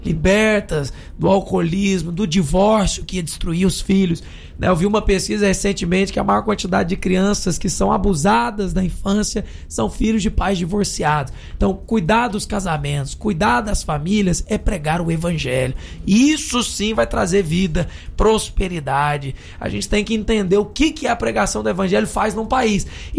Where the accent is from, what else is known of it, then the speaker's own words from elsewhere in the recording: Germany; Eu sou alemão, eu entendo do meu país.